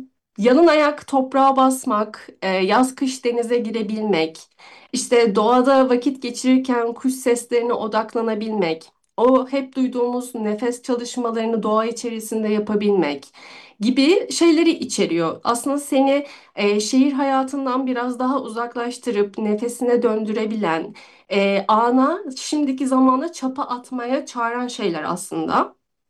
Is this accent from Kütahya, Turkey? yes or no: no; Tekirdağ, Turkey; also born or lived in Kars; now in Istanbul, Turkey; Böyle benimki aslında Tekirdağlıyım. Edirne'den Kars'a gibi bir hikayeydi.